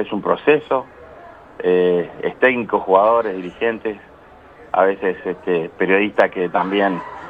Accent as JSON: {"language": "Spanish", "country": "Uruguay", "said": "Nos duele, sí, por supuesto, como uruguayos"}